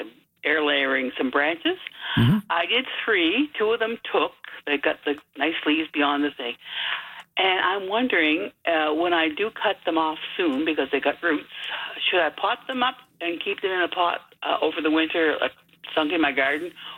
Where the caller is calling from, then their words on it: New Brunswick, Canada; I'm calling from Fort Folly First Nation.